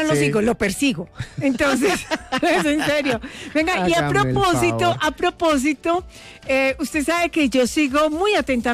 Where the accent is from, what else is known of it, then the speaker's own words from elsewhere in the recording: Armenia, Quindío, Colombia; Pero vea, vámonos para mi tierra, más